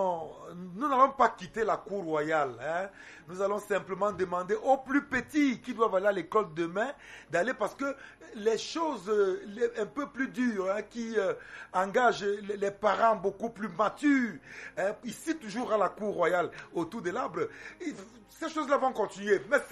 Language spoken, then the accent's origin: French; Cameroon; nous sommes quand même des Africains, nous sommes des Camerounais, nous savons comment ça se passe dans nos familles.